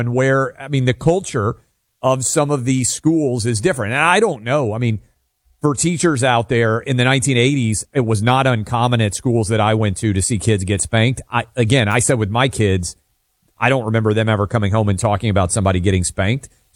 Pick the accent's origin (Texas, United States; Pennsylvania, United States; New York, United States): New York, United States; New York City; Growing up in New York City